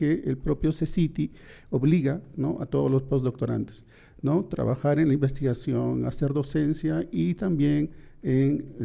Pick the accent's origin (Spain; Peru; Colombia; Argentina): Peru; moved away as an adult; now in La Piedad, Mexico; yo soy, digamos, del Perú, vengo a México con esta posibilidad de hacer los posgrados